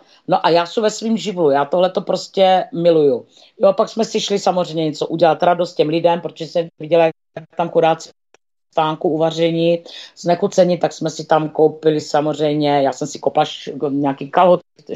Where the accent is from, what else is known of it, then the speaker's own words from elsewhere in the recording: Moravia, Czechia; My jsme z Moravy.